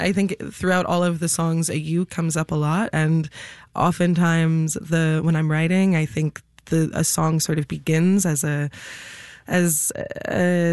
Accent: Chicago, Illinois, United States; I grew up in Chicago in the city, and I really feel that I'm a city girl through and through.

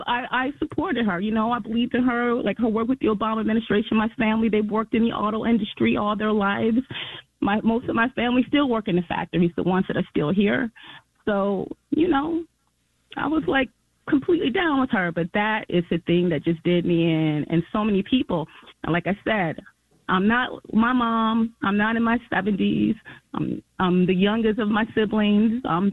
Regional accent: Detroit, Michigan, United States; I'm from Detroit. My family's from Detroit. We've been here for forever.

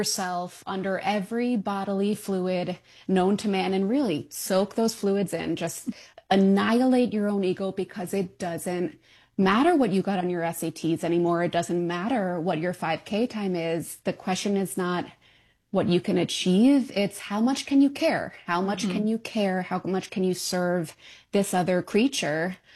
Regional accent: New York City, New York, United States; I grew up in New York City, Greenwich Village, very achievement-oriented family.

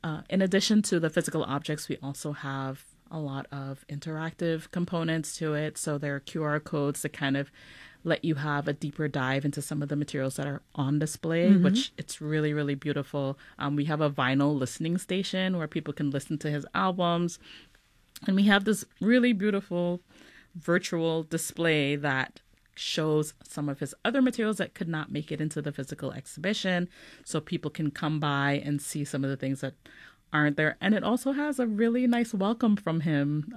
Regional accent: Trinidad & Tobago; for every child growing up in Trinidad, you know, we remember this.

